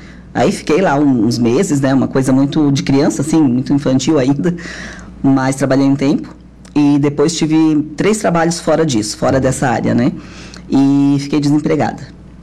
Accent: Araranguá, Santa Catarina, Brazil; born or raised there; also born or lived in Gravataí, Rio Grande do Sul

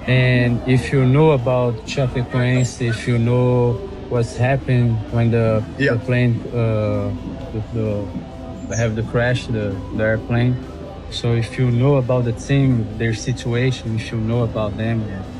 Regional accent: São Paulo, Brazil; Sou de São Paulo.

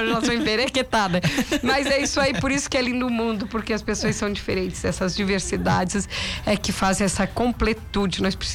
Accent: Brazil; eu sou patriota, porque eu amo minha terra, eu amo meu Brasil.

